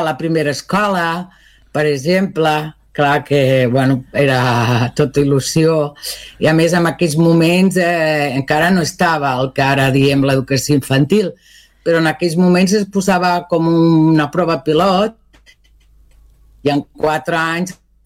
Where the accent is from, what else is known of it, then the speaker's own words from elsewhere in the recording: Barberà del Vallès, Catalonia, Spain; born there; Catalan is a second language; also born or lived in Melilla / Zaragoza; encara hi havia molts carrers sense asfaltar, vol dir que tot era com molt poble encara Barberà del Vallès era un poble.